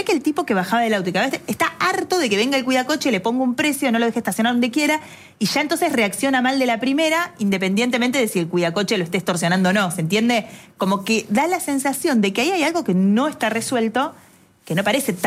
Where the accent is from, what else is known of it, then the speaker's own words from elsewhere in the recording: La Dulce, Buenos Aires Province, Argentina; Yo soy de La Dulce, un pueblito cerca de Necochea. Pasé muchos veranos en Mar del Plata, muchas vacaciones de invierno en Mar del Plata durante toda mi infancia, adolescencia, porque tenía mis tías, mis abuelas.